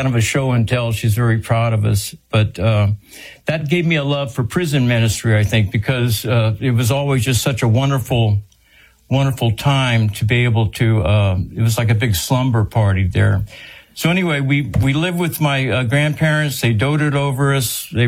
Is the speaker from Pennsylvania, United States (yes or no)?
no; San Antonio, Texas, United States; born there